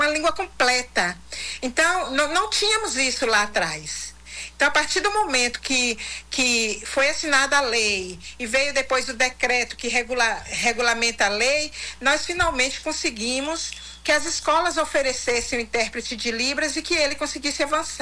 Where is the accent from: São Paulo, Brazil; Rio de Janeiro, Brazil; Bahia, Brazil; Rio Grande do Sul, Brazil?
Bahia, Brazil; now in Belo Horizonte, Brazil; Na verdade, nós viemos do interior da Bahia para Minas Gerais, buscando mais acessibilidade, mais condições.